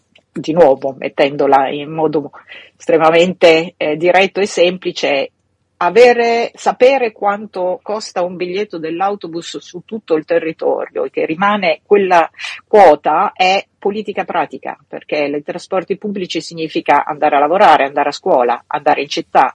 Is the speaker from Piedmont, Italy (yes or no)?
no; Emilia-Romagna, Italy; io vengo dall'Emilia Romagna